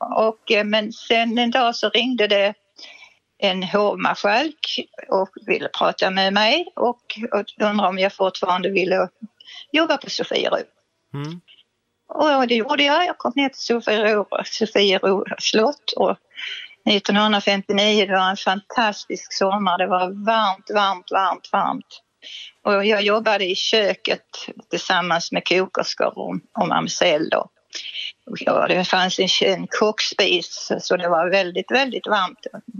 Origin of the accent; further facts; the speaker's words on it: Småland, Sweden; Annars hade jag stannat kvar hemma i Småland, för jag kommer från Småland.